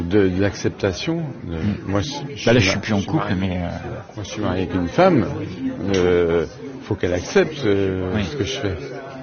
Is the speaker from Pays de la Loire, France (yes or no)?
yes; Pays de la Loire, France; Moi, je suis de Vendée.